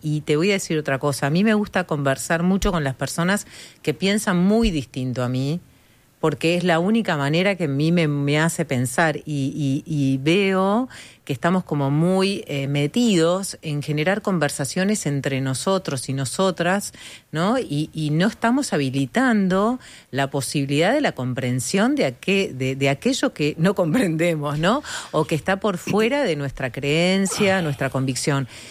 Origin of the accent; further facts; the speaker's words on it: Uruguay; moved away; cuando me fui de Uruguay en el año 84 estaba recién comenzando la reapertura.